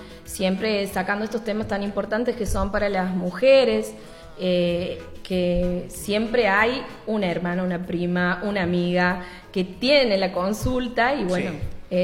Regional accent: Loreto, Santiago del Estero, Argentina; Soy de Loreto

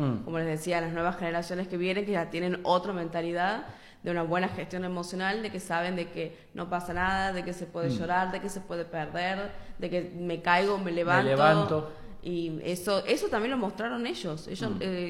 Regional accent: Argentina; la derrota simplemente porque somos argentinos.

